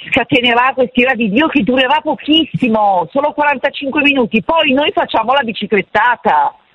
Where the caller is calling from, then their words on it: Milan, Lombardy, Italy; chiamo in questo momento da Milano, dove si sta per scatenare un temporale a Milano Est.